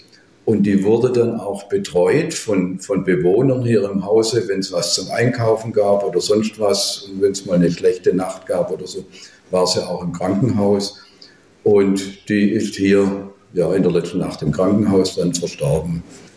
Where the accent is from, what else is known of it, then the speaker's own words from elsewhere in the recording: Swabia, Germany; now in Berlin, Germany; Und ich als Schwabe kam dann auf die Idee, da müssen wir einen Verein gründen.